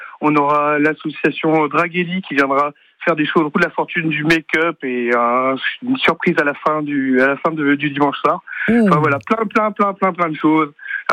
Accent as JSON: {"language": "French", "town": "Quimper", "region": "Brittany", "country": "France", "said": "On est quimperois, on est breton, et ça fait partie de notre identité."}